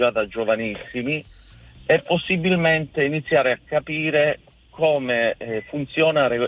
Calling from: Bari, Apulia, Italy; Io chiamo da Bari, in movimento verso Alberobello

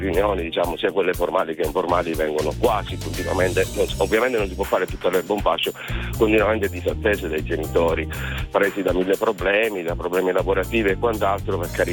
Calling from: Cremona, Lombardy, Italy; Io chiamo da Cremona.

